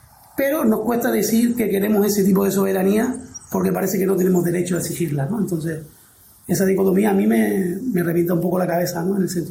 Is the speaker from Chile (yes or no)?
no; Canary Islands, Spain; clara por qué papel ocupamos la población canaria históricamente en nuestro propio territorio.